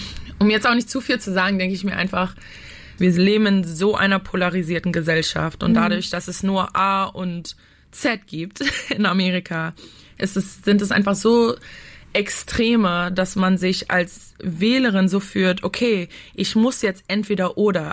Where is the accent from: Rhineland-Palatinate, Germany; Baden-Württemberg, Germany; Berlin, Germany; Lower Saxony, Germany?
Berlin, Germany; muss meine Heimat zurücklassen. Ich meine, ich vermisse Berlin so, so, so sehr.